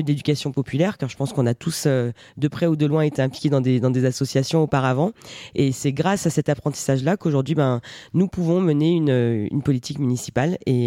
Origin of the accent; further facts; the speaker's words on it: Saint-Étienne, Auvergne-Rhône-Alpes, France; born there; moi, je suis née à Saint-Étienne, j'ai pu partir de Saint-Étienne à un moment donné, j'y suis revenue volontairement parce que j'aime profondément cette ville